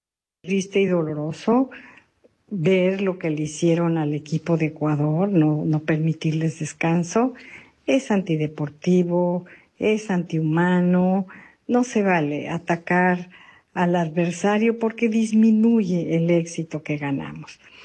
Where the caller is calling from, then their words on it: Quintana Roo, Mexico; desde Quintana Roo.